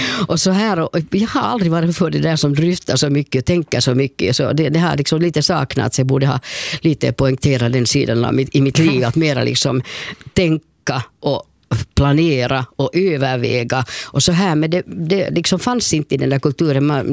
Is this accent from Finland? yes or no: yes; Helsinki, Uusimaa, Finland; born there; och så sprang jag hem till Kronohagen, till Manishgatan